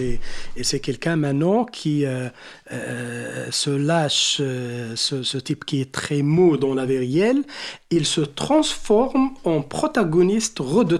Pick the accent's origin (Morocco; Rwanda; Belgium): Morocco; Pourquoi chez nous, au Maroc, on a pas mal de gens comme ça, agressifs, qui en veut les autres